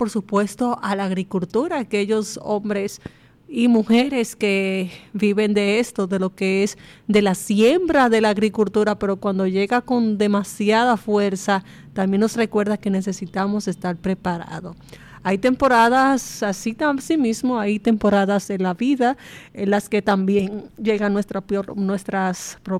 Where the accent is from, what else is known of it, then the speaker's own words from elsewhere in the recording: Dominican Republic; la mayoría de los hogares dominicanos tenemos la costumbre